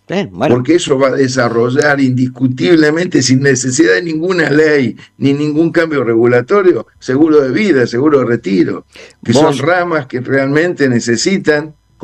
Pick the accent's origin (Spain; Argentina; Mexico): Argentina